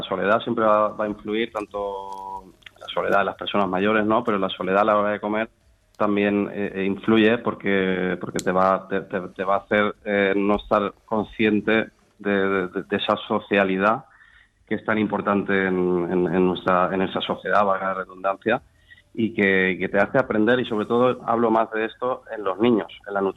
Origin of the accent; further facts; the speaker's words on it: Valencia, Valencian Community, Spain; Yo soy mediterráneo, como todos los españoles, pero yo soy de Valencia